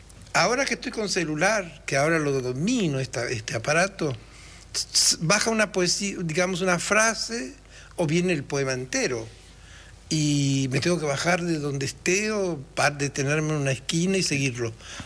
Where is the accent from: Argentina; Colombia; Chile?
Argentina; Ingeniero Jacobacci, Río Negro; also born or lived in Las Grutas, San Antonio Oeste; Yo nací en San Antonio, en Las Grutas, pero mi padre se mudó a Jacobacci, mi familia. Y allí nevaba